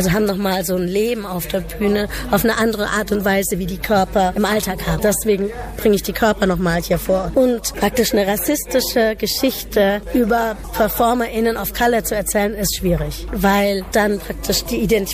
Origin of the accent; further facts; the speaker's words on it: Munich, Bavaria, Germany; born there; also born or lived in Kolkata; ich bin in München geboren, lebe halb zwischen München und Kalkutta.